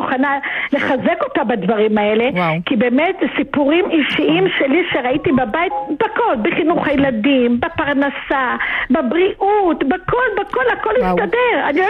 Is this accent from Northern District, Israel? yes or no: no; Bnei Brak, Tel Aviv District, Israel; also born or lived in Jerusalem; now in Beersheba, Israel; אני גדלתי בבני ברק, גדלתי בירושלים, וזהו, הגעתי לעיר מדבר